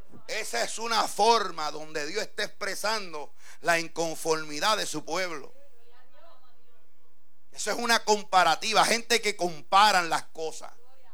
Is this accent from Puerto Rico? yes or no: yes; Puerto Rico; le llaman en mi país, Puerto Rico